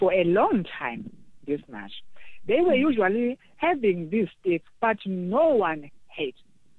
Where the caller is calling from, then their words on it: South Africa; we are in this situation right now as a South African.